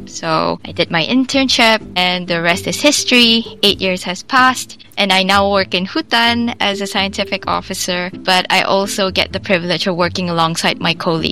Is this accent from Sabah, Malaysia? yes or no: yes; Sandakan, Sabah, Malaysia; I am a Malaysian, born and raised in a small town in Sabah, which is called Sandakan